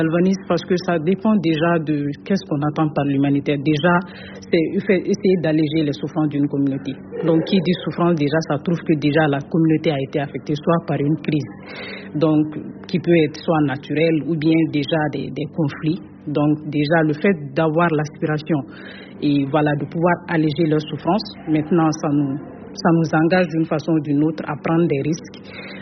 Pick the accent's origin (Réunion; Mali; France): Mali; Je suis ingénieur en eau et assainissement, je viens du Mali.